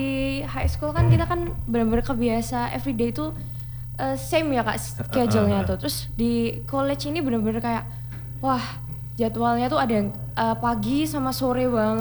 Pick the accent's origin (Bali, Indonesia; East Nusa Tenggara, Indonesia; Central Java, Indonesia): Central Java, Indonesia; Karanganyar; also born or lived in Surakarta; aku itu kan orang Karanganyar kak, tapi aku high schoolnya di Surakarta.